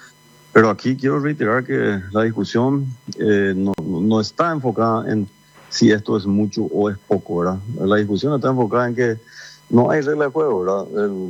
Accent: Paraguay; todos como paraguayos

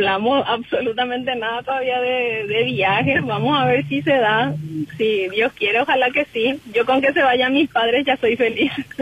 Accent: Cordillera, Paraguay; Sí, somos de Tomatí, toda nuestra vida vivimos ahí y incluso él empezó a jugar al fútbol ahí, en Tomatí, en una escuela de fútbol cerca de mi domicilio. Somos de Cordillera

